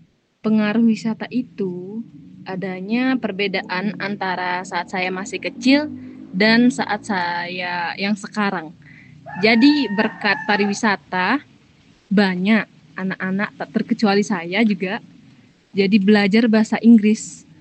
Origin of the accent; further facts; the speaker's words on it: Les, Bali, Indonesia; Saya dari Desa Les.